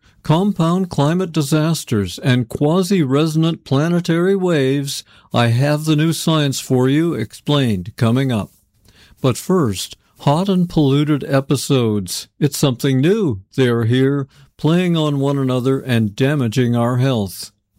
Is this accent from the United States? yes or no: no; Toronto, Ontario, Canada; I grew up around Toronto